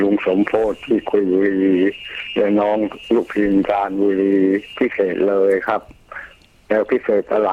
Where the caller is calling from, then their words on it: Prachuap Khiri Khan, Thailand; ประจวบคีรีขันธ์ครับ